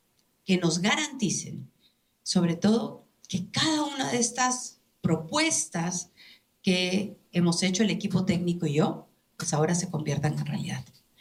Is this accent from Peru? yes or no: yes; Peru